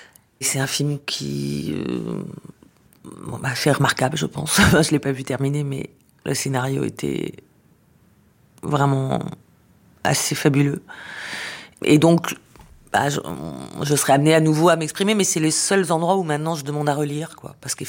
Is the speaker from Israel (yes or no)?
yes; Israel; born or raised there